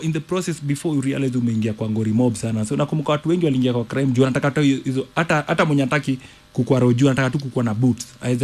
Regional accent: Nairobi, Kenya; Nimezaliwa Madare.

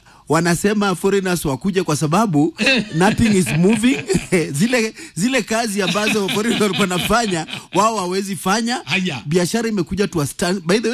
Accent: Kenya; Hao wote sisi ni wa Kenya.

